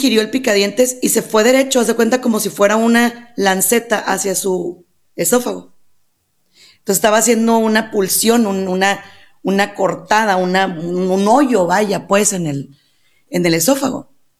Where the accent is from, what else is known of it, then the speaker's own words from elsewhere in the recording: Mexico; en mi país, en México